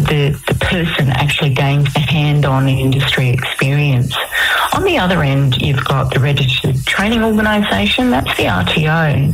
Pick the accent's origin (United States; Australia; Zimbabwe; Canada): Australia; Weipa, Queensland; moved away; also born or lived in Old Mapoon; growing up in Weeper and Old Marpoon in Far North Queensland, my childhood was adventurous and it was fun.